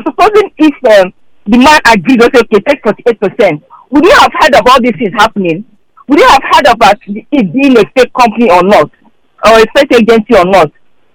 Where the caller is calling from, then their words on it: Ikeja, Lagos, Nigeria; from Ikeja.